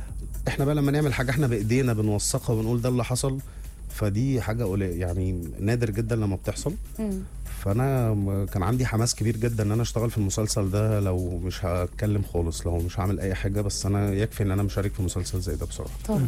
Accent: Egypt; احنا عندنا في مصر هنا لون الطوب احمر

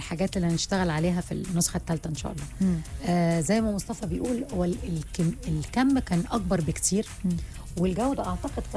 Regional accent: Egypt; احنا كمصريين

